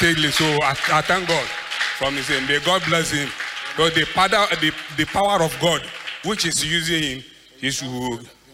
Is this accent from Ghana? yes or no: yes; Ghana; now in Nigeria; I'm a Ghanaian, but I live in Nigeria 40 something years.